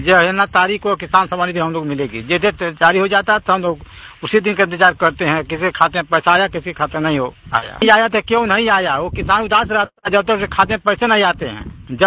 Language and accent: Hindi; Gorakhpur, Uttar Pradesh, India; ग्राम दुगना, जिला गोरखपुर का रहने वाला हूँ।